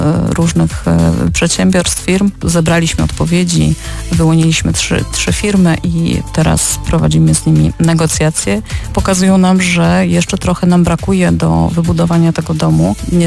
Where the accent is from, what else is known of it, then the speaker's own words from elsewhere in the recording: Opole, Opole Voivodeship, Poland; Bo my jesteśmy z Opola.